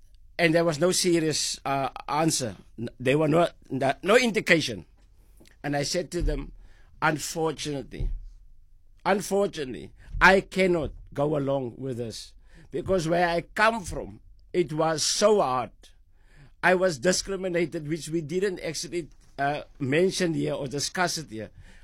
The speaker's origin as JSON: {"language": "English", "country": "South Africa", "said": "I'm a South African."}